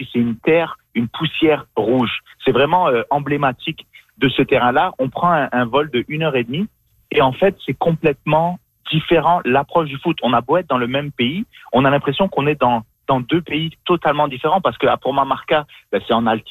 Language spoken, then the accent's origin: French; Niger; born there; moved away; Moi, je suis né au Niger, en Afrique de l'Ouest.